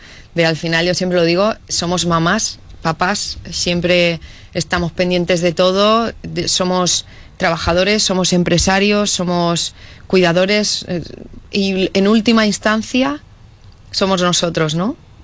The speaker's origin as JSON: {"language": "Spanish", "town": "Elche", "region": "Valencian Community", "country": "Spain", "said": "Yo soy una enamorada de Elche, lo abandero siempre donde voy, y siempre lo digo, nosotros no tenemos nada que inventar, Elche tiene todo."}